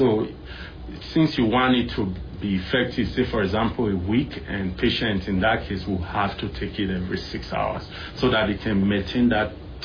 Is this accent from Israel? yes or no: no; Benin City, Edo, Nigeria; moved away as an adult; now in United States; Originally, I grew up in a place called Benin City, Nigeria. It's in West Africa. I spent all my, most of my education and some college there in Nigeria before I came to the U.S. and came to Florida in 2007.